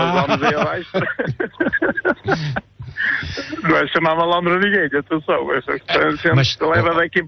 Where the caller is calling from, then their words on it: Penafiel, Norte, Portugal; Eu sou de Passo Sousa, Pena Fiel.